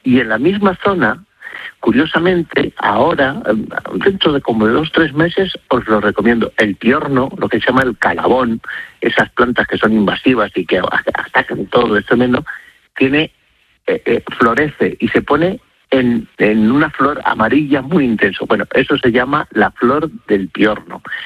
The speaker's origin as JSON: {"language": "Spanish", "region": "Castile and León", "country": "Spain", "tie": "born or raised there", "also_born_or_lived": "Madrid", "said": "¿cómo no lo voy a conocer si es mi tierra? Si es que yo me crié tirando cantos a los del pueblo de arriba, a los de Navasequilla, y los de la Lastra me tiraban cantos a mí"}